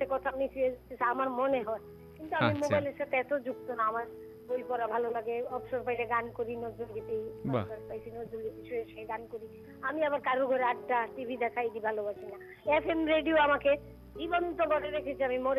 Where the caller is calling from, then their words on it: Tripura, India; জয়নগর দশমঘাট থেকে।